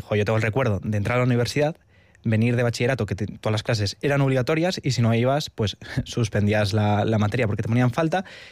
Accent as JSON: {"language": "Spanish", "town": "Portugalete", "region": "Basque Country", "country": "Spain", "said": "Y es que, claro, yo soy de Portugalete. Para ir a Leioa, que es donde estudio, me tengo que despertar a las 7"}